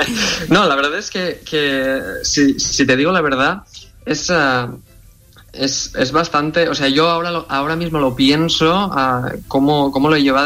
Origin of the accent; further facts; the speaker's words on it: Tavernes de la Valldigna, Valencian Community, Spain; yo todo lo que escribía estaba ambientado en Tabernas de la Valdigna, en mi pueblo de Valencia